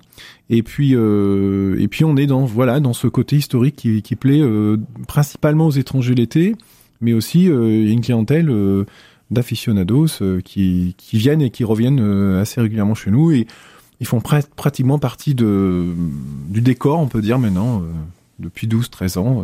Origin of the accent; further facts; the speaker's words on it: Limoges, Nouvelle-Aquitaine, France; also born or lived in Geneva, Switzerland; j'ai fait ma primaire à Boisseuil, mon collège à Pierre-Buffière et mon lycée à Gay-Lussac puisqu'on en parlait tout à l'heure, et donc je suis un gars du coin